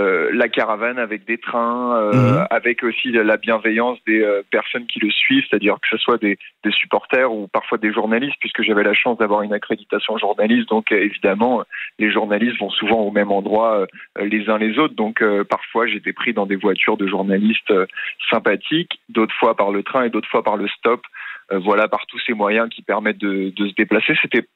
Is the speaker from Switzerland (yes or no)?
no; Valenciennes, Hauts-de-France, France; dans le nord de la France, j'ai grandi moi-même à Valenciennes